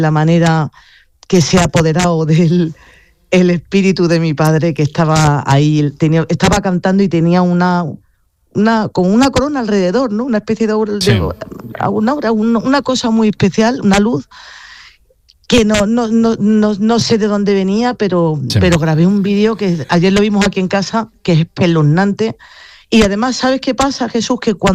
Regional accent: Granada, Andalusia, Spain; yo soy de Granada, soy una enamorada de mi tierra

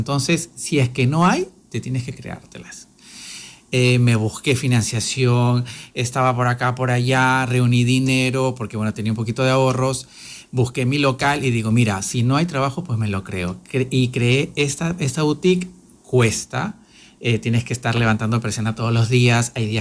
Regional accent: Peru; now in United States; Siempre hablo bien de mi casa, siempre hablo bien de mi cultura. Y me llena de orgullo porque ahora el Perú está súper bien

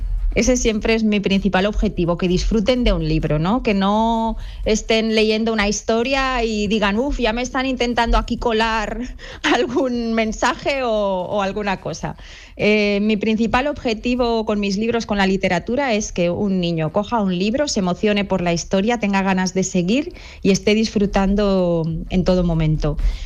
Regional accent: Pyrenees, Spain

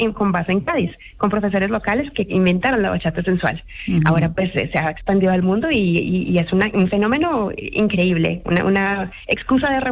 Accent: Colombia; now in London, United Kingdom; yo originalmente soy de Colombia. Ahorita vivo en Londres

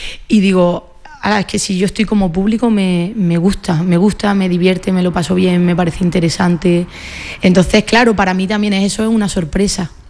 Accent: Granada, Andalusia, Spain; yo soy de Granada

